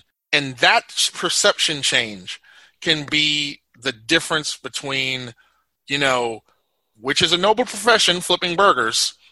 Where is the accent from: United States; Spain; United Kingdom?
United States; Chicago, Illinois; I'm sitting here as a Chicagoan from the south side of Chicago